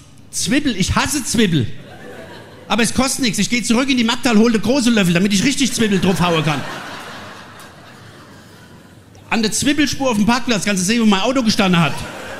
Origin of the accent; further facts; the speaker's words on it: Hesse, Germany; ich bin ehrlich ein bisschen stolz drauf, als Hesse weltweit in Deutschland unterwegs zu sein.